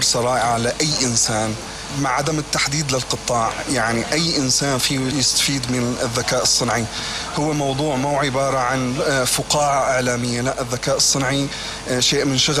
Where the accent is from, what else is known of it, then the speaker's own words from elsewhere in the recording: Syria; أنا رابح بعودتي لوطني بهالخير اللي تعلمته برا أنه أنا أرجع أحطه هون في بلدي